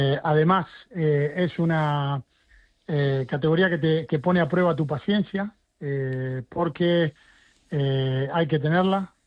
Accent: Argentina; Como argentino te hablo.

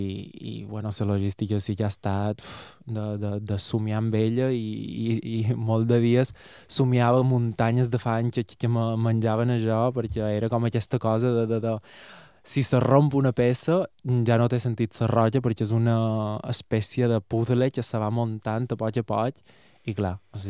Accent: Porto Colom, Balearic Islands, Spain; Era allà on jo soc de Porto Colom i vaig molt a Sallà

